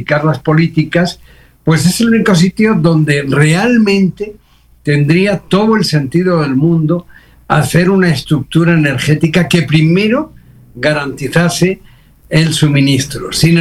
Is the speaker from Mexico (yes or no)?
yes; Mexico